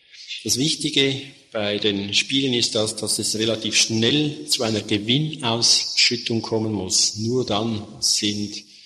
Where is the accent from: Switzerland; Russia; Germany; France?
Switzerland; Bei uns in der Schweiz gibt es eine ganze Palette, hier wahrscheinlich auch, 10, 15 Markenpräparate.